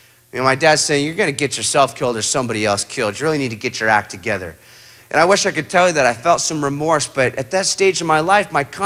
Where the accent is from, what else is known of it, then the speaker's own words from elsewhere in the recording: Huntington Beach, California, United States; I think we stashed the other one in my dad's garage in my hometown. So I get stitched up by the dock in Coronado, San Diego, and I go, I'm gonna go back and go drink that other keg of beer. So I make my way back to Huntington.